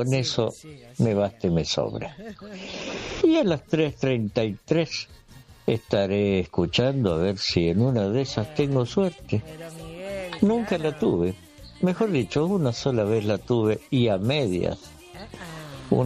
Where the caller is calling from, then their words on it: Villa Allende, Córdoba, Argentina; de Villallende.